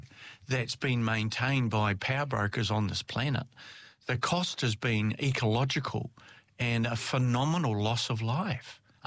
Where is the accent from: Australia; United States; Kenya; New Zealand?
New Zealand; I'm a Kiwi. I want to come home, right?